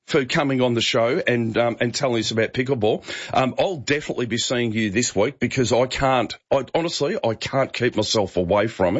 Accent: Foster, Victoria, Australia; They're down in Forster. I grew up in Forster.

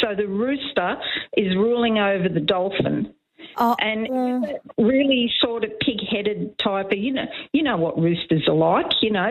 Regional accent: Sydney, New South Wales, Australia; When I was growing up in Sydney

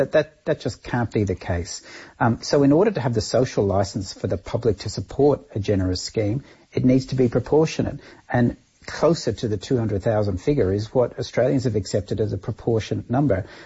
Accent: Ireland; born there; moved away; I wasn't born here, I was born in Ireland.

